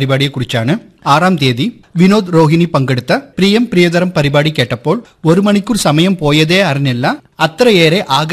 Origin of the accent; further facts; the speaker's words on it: Kerala, India; ഓ, എത്ര തവണയാ ചേച്ചി ഞാൻ പറയുന്നത്, ഞാൻ മലയാളി തന്നെയാണ്.